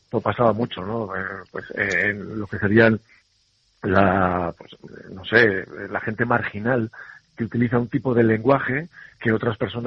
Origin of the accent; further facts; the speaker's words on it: Castile, Spain; now in Galicia, Spain; yo también, aunque soy ya más gallego que cualquier otra cosa, soy castellano, y en Castilla, claro, es todo como más seco